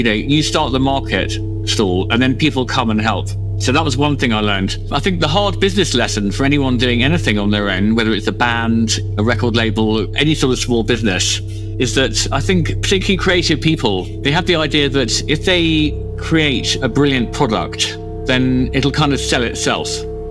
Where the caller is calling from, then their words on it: London, United Kingdom; I am calling from West London, from the office of the Idler magazine.